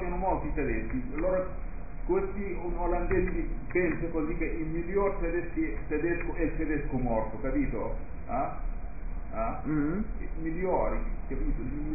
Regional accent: Morocco; Italian is a second language; moved away; also born or lived in Netherlands; Come marocchino, quindi qua capisco in dialetto siciliano

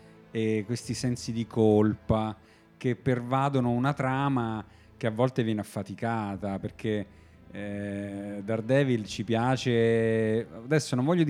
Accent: Ireland; sono irlandese, quindi

